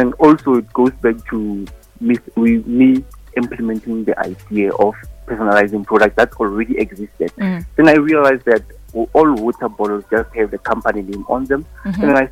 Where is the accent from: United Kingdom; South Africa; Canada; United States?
South Africa; Hammanskraal, Gauteng; and I'm from Hammanskraal.